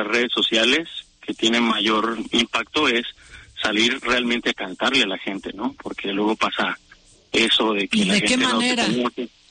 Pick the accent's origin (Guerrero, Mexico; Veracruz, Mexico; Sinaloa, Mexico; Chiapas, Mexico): Sinaloa, Mexico; Mazatlán; yo que vengo de Mazatlán, pues la violencia está ahorita en un estado